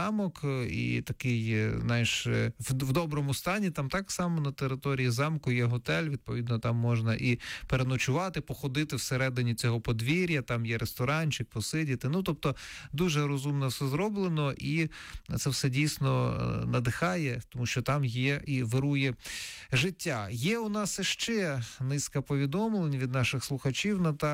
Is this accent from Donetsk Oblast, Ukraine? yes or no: yes; Donetsk Oblast, Ukraine; born or raised there